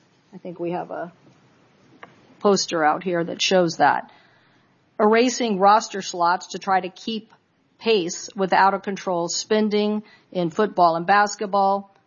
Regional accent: Washington, United States; Kansas, Colorado, Rutgers, and Washington State, my home state, beloved institutions with strong alumni bases and storied histories, are getting hollowed out.

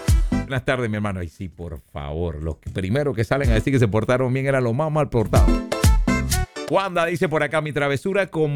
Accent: Panama City, Panamá, Panama; born there

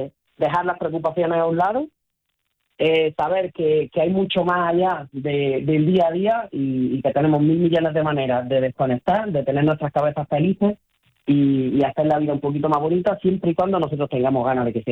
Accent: Granada, Andalusia, Spain; moved away as an adult; Yo soy de Granada y me mudé por estas tierras hace 3 añitos.

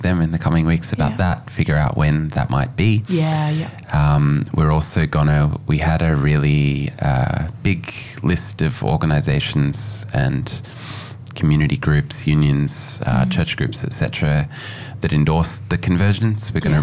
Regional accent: Australia; all of us as Australian citizens

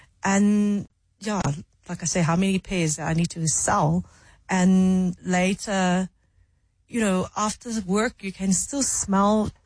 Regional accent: Hong Kong; So because I'm from Hong Kong, I can speak Cantonese.

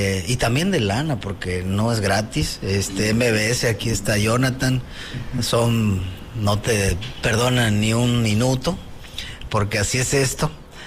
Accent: Acapulco, Guerrero, Mexico; para los que somos de aquí de Acapulco

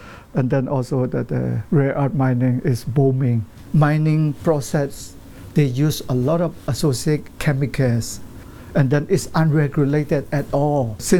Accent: Kachin State, Myanmar; my home state, Kachin State.

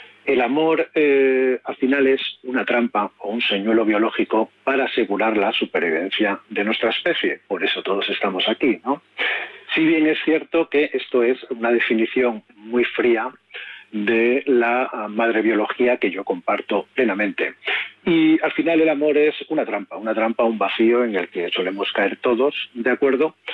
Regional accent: Zamora, Castile and León, Spain; born there; Zamora, mi tierra natal

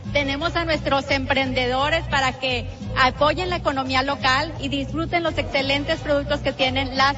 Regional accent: Nuevo León, Mexico; Claro, tenemos que presumir lo que somos, nuestro orgullo regio

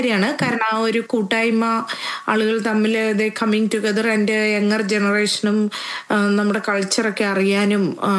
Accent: Kerala, India; moved away as an adult; now in Melbourne, Australia; ഞാനൊക്കെ നാട്ടിൽ നിന്ന് പോരുന്നതിന് മുമ്പുള്ള ഓണം എന്ന് പറയണത് നല്ല രസമായിരുന്നു

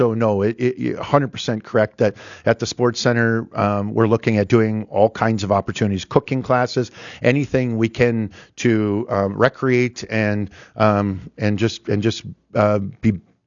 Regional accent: Fargo, North Dakota, United States; Because I grew up in North Fargo, and outside of school playgrounds, you had to try to get neighborhood parks into these developments

